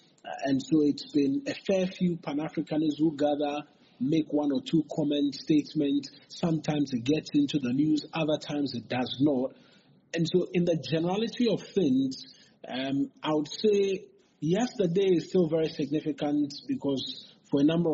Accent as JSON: {"language": "English", "country": "Ghana", "said": "As a Ghanaian"}